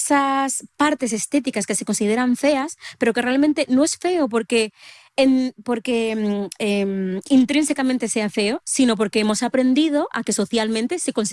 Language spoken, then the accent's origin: Spanish; Asturias, Spain; no hacen más que reafirmarme en que yo soy asturiana, que yo uno, que yo otro, pero al final tampoco puedo olvidar mi identidad africana